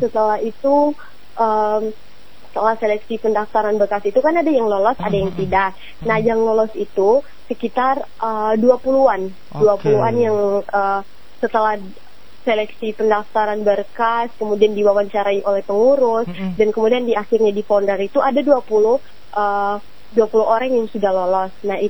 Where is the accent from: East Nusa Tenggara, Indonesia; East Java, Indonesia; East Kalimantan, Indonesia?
East Nusa Tenggara, Indonesia; Manggarai; di kebetulan saya juga dari Manggarai. Jadi di sana itu kami ada forum anak.